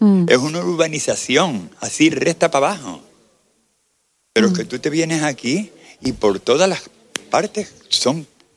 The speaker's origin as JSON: {"language": "Spanish", "town": "San Cristóbal de La Laguna", "region": "Canary Islands", "country": "Spain", "tie": "born there", "said": "nací en La Laguna, y La Laguna para mí es lo mejor de todo."}